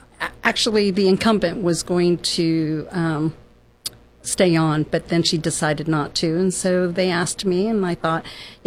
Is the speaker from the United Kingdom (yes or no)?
no; Vietnam; now in United States; I immigrated here as a refugee from Vietnam in 1975. My father was in the military, a naval officer.